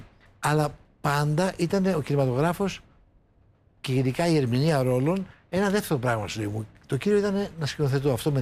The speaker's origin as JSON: {"language": "Greek", "town": "Thessaloniki", "region": "Central Macedonia", "country": "Greece", "tie": "born there", "also_born_or_lived": "Kilkis / Larissa / Heraklion", "said": "Εγώ γεννήθηκα στη Θεσσαλονίκη."}